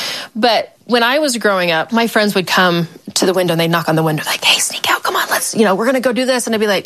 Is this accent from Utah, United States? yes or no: yes; Utah, United States; I grew up in Utah Valley.